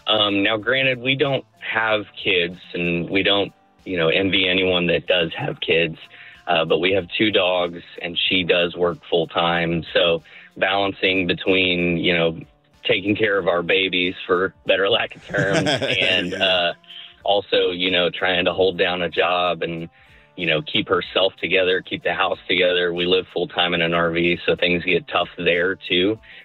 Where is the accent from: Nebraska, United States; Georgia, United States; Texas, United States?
Texas, United States; Galveston; now in Whidbey Island, United States; And I'm stationed here in Whidbey Island, and I'm originally from South Texas, actually, so Galveston, Texas.